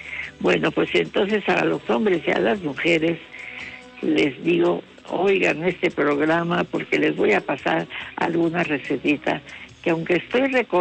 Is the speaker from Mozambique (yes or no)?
no; Mexico; Que para nosotros los mexicanos, o al menos los que sentimos que somos mexicanos